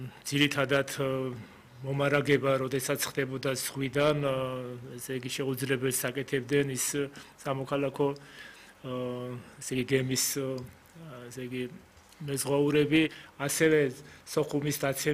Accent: Western Georgia, Georgia; იმიტომ რომ მე თვითონ დასავლეთიდან ვარ

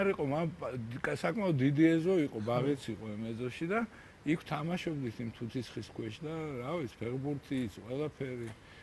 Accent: Tbilisi, Georgia; ამ მაზუტნას შესახვევში იყო ჩვენი სახლი. აბუეჩემიც მეცნიერი კაცი იყო, იქ ცხოვრობდნენ, ძალიან კარგი თბილისური ეზო იყო. ნაწილ ამ ეზოში ცხოვრობდნენ სომხები, იყვნენ ქურთები, ქართველები.

